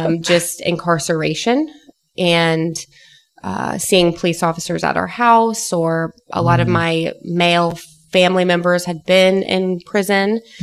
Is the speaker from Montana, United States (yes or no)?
no; Jerseyville, Illinois, United States; moved away as an adult; now in Evansville, United States; it's Jerseyville, Illinois. It's about 50 miles north of St. Louis. It's a very small farming community. In fact, we had one middle school, one high school.